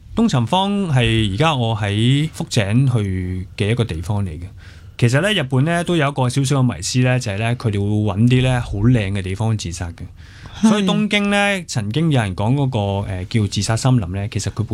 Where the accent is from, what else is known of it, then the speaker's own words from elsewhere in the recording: Hong Kong; 我哋香港人